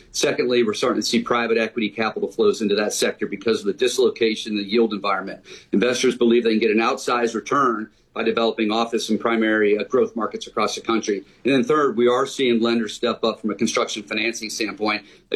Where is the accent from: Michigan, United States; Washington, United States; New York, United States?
Michigan, United States; Detroit; and I'm from Detroit, Michigan, so I can pick on Detroit.